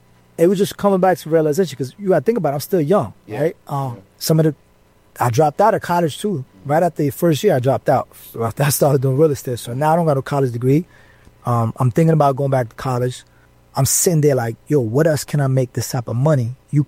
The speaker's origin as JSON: {"language": "English", "town": "Jersey City", "region": "New Jersey", "country": "United States", "also_born_or_lived": "New York", "moved": "as an adult", "lives_now": "Atlanta, United States", "said": "I'm from Jersey City."}